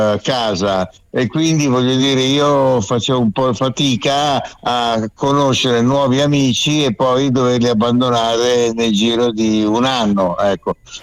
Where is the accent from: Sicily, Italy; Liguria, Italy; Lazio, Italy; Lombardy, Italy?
Lombardy, Italy; Milan; also born or lived in Ceggia, Veneto; è venuto a Milano. Io avevo un anno, quindi praticamente sono veneto di nascita, però praticamente la mia educazione l'ho ricevuta, insomma, ho imparato a stare a questo mondo a Milano.